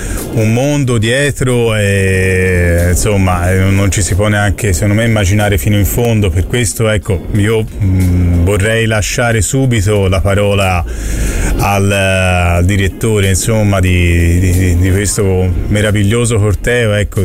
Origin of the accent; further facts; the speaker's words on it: Florence, Tuscany, Italy; born there; sono nato proprio dietro a Santa Maria Novella, Mercato Centrale